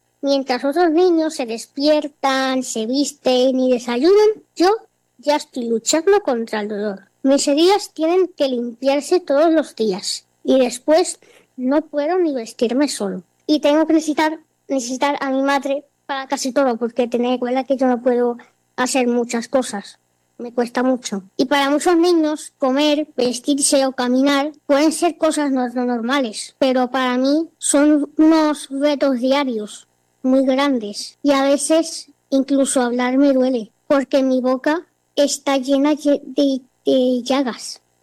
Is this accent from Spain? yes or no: yes; Seville, Andalusia, Spain; tengo 12 años, soy de Sevilla, en España, y tengo una enfermedad llamada piel en piel de mariposa.